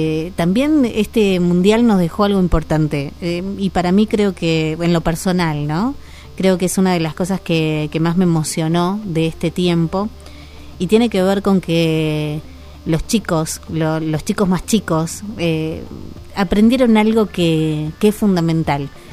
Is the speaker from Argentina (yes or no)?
yes; Argentina; En nuestra forma de ver el mundo como argentinos y argentinas